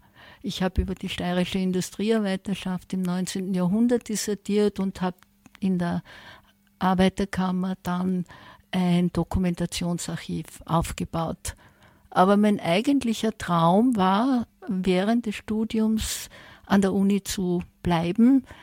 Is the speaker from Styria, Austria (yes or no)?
yes; Styria, Austria; ich komme aus der Umgebung von Graz.